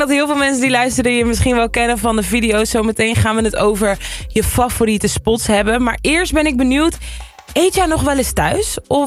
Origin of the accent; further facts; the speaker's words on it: Amsterdam, North Holland, Netherlands; Ik ben zelf ook Amsterdammer